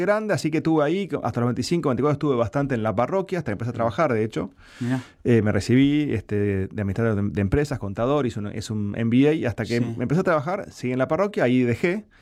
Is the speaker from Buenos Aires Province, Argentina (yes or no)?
yes; La Lucila, Buenos Aires Province, Argentina; Me crié en La Lucila, en Olivos.